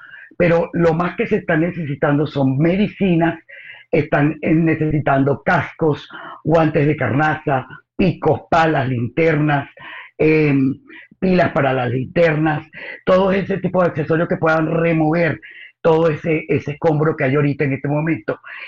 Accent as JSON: {"language": "Spanish", "country": "Venezuela", "said": "voy a hablarte como la mamá venezolana"}